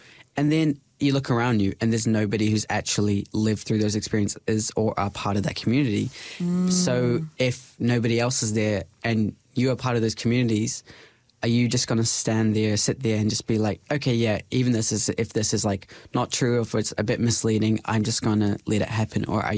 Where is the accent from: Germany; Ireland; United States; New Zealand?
New Zealand; I'm a New Zealander. Like, I was born here. I'm a citizen, whatever.